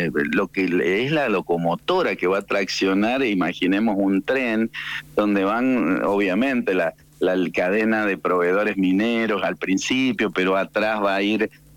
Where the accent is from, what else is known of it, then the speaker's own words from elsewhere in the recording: Jáchal, San Juan, Argentina; soy de Hachal